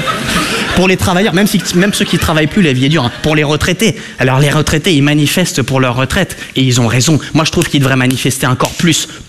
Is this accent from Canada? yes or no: no; France